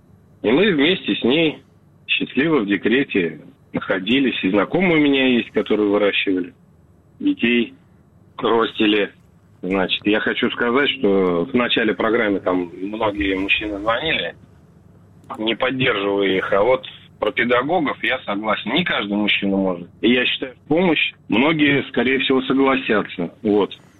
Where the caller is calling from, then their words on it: Krasnodar Krai, Russia; also born or lived in Tomsk; Я звоню вам с Кубани. Раньше проживал в городе Томск.